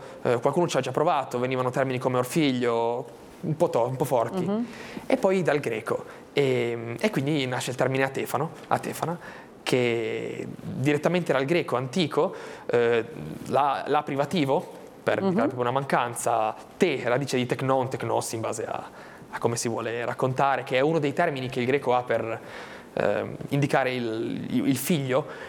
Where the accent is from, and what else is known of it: Albenga, Liguria, Italy